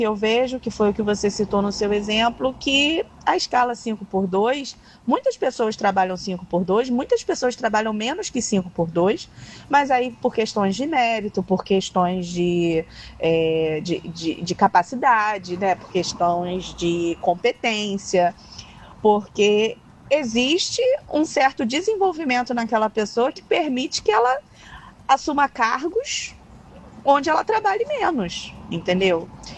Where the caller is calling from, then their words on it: Brazil; nós brasileiros